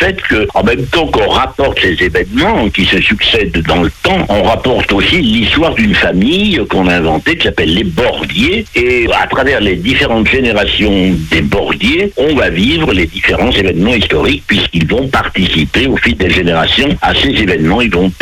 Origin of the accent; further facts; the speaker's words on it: Bordeaux, Nouvelle-Aquitaine, France; puisque je viens du sud-ouest, singulièrement de la Gironde et plus particulièrement de Bordeaux.